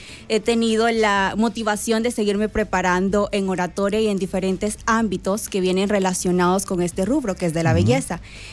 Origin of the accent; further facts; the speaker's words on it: El Salvador; es lo que nos identifica como salvadoreños